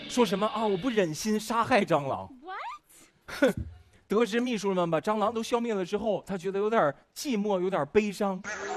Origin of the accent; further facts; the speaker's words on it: Guangdong, China; 我们广东人